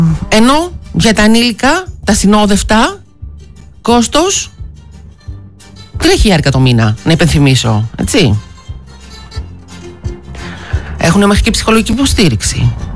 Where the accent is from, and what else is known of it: Greece